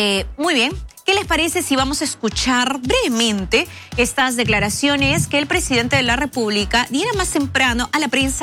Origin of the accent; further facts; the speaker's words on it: Tarapoto, San Martín, Peru; también por supuesto en Tarapoto, en mi tierra